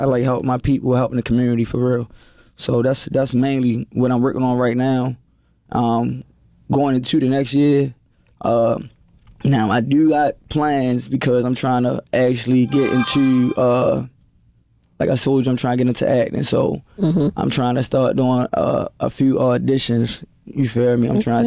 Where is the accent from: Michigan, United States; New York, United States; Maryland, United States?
Maryland, United States; Baltimore; No, I ain't gonna lie. I grew up in East Baltimore. I'm from Greymount.